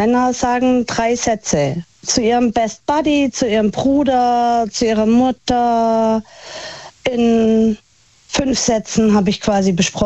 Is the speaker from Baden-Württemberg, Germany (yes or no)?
yes; Baden-Württemberg, Germany; Genau, ich komme aus dem Schwabenland und mein Herz ist Schwabe.